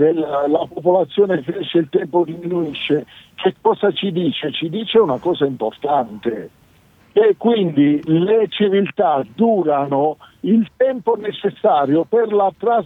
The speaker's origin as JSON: {"language": "Italian", "region": "Southern Italy", "country": "Italy", "said": "Non dimenticare"}